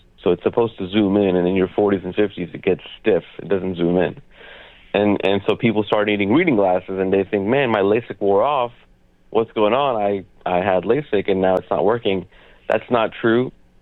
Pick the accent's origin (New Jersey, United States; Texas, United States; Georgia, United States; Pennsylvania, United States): Texas, United States; Tyler; now in Plano, United States; I grew up in Tyler, Texas, and I have a lot of extended family in Frisco and Plano, and recently relocated here myself a couple of years ago.